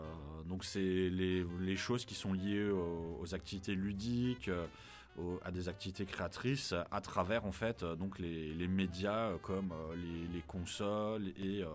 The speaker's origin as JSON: {"language": "French", "region": "Grand Est", "country": "France", "said": "je suis alsacien"}